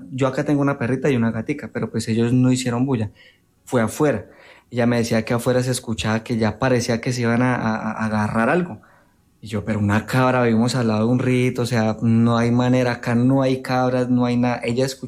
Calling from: Restrepo, Meta, Colombia; Desde Restrepo

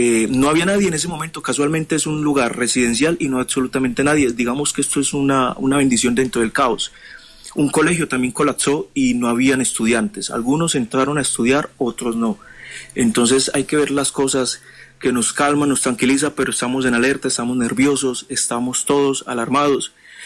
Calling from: Buenaventura, Valle del Cauca, Colombia; también vivo en la ciudad de Buenaventura y pues es una ciudad que está damnificada.

